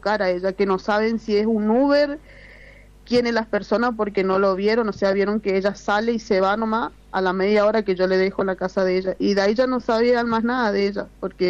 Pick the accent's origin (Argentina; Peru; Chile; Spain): Argentina; Río Gallegos, Santa Cruz; moved away as an adult; now in Chaco, Argentina; Nosotros vinimos de Río Gallego, ella es nacida y crecida en Río Gallego, nosotros hace 4 años estamos acá en el Chaco.